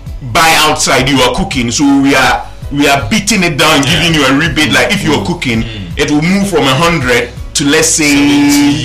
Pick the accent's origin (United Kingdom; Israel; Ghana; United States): Ghana; Why am I living like that as a Ghanaian?